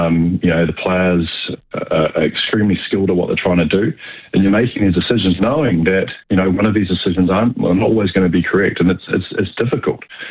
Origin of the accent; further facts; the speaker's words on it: New Zealand; growing up in New Zealand, we grew up this sport.